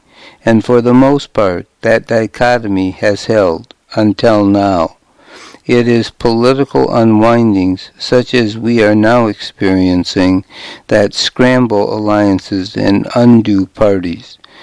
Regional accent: Arizona, United States; it was one of my home state senators, the Democrat Dennis DeConcini, who gave me a shot.

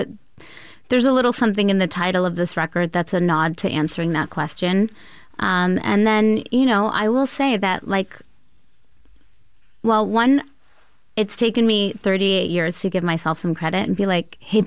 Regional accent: Texas, United States; You know, we're from Texas. We're kind of like...

